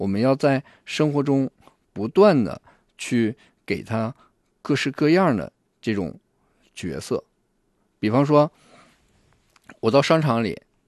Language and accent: Chinese; Northeast China, China